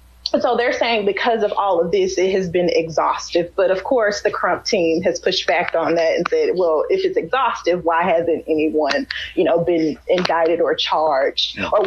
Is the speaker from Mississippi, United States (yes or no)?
yes; Mississippi, United States; I'm from Mississippi.